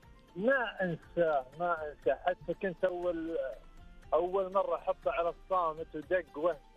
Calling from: Khafji, Eastern Province, Saudi Arabia; اكلمكم من الخفجي

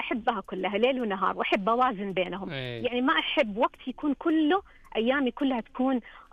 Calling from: Taif, Makkah Province, Saudi Arabia; عندنا في الطائف

